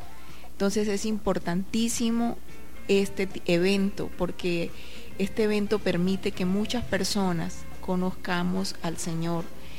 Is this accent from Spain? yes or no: no; Pailitas, Cesar, Colombia; moved away as an adult; now in Ocaña, Colombia; Con el papá de mi hija nos fuimos a vivir a Pailitas, a mi pueblo. Ya luego nos vinimos a Caucaña